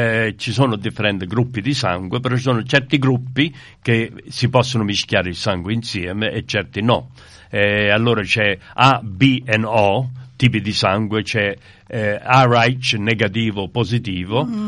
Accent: Torrecuso, Campania, Italy; born there; moved away; sono nato a Torregusa, 94% campano

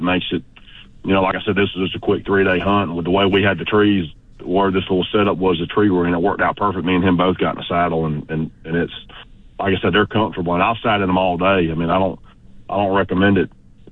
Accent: Georgia, United States; born or raised there

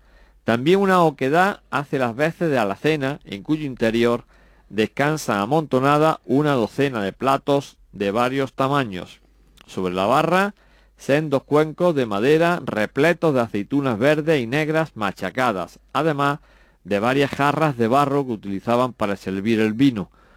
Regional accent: Villanueva de la Reina, Andalusia, Spain; Villanueva de la Reina, mi pueblo a mucha honra además.

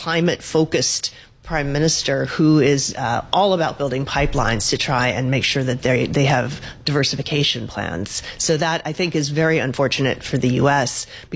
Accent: New England, United States; I come from New England. Anyone who lives sort of on the border with Canada knows how tightly interrelated not only the economies are

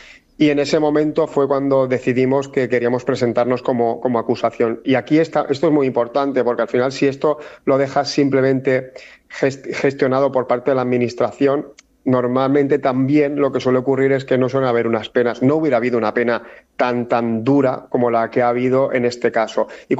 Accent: Valencian Community, Spain; Soy de cerca de Torrevieja, nosotros residimos cerca de Santa Pola.

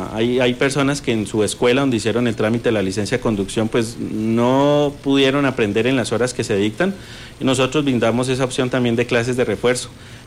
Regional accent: Colombia

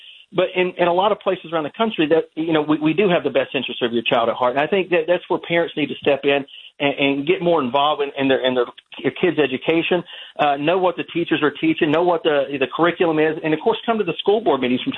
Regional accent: Tennessee, United States; I'm from Tennessee, so in Nashville came up with.

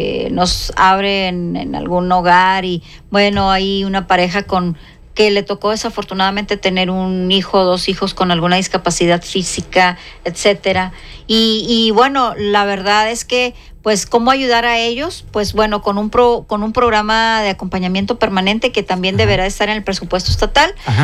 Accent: Monterrey, Nuevo León, Mexico; principalmente los regiomontanos, los que sí somos de Monterrey, invitados

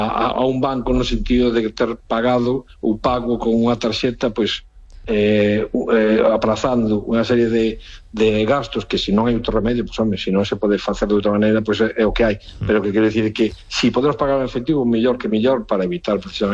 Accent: Lugo, Galicia, Spain

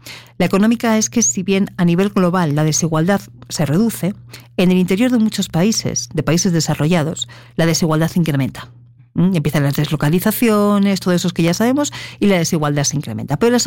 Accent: Spain; moved away; En mi país, por ejemplo, yo vengo de España

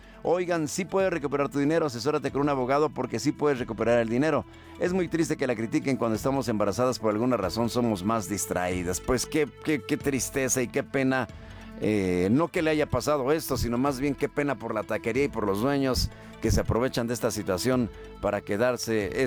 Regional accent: Guadalajara, Jalisco, Mexico; Yo soy de Guadalajara, entonces dije, si es una taquería a la que yo acudí

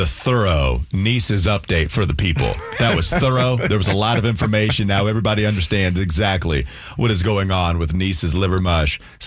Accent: North Carolina, United States; growing up in Catawba County, especially in high school, I was brought to the wonderful taste of liver mush from some friends' grandmothers, right?

